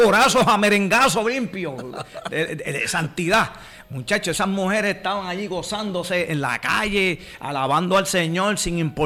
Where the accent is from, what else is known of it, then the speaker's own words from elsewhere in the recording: Puerto Rico; boricuas cuando llevamos allá. No por las ayudas, sino porque como somos hermanos.